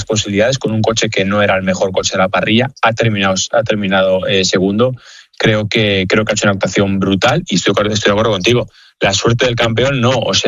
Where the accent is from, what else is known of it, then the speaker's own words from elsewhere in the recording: Spain; Y esto no es que soy español y entonces me gusta mucho Fernando Alonso.